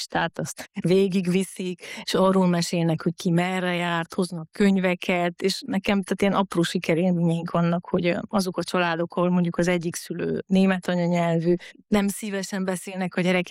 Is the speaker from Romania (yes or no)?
yes; Transylvania, Romania; now in Salzburg, Austria; én erdélyi vagyok eredetileg